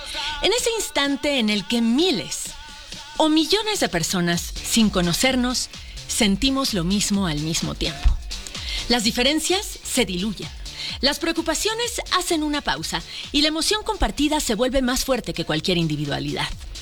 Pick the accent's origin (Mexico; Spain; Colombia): Mexico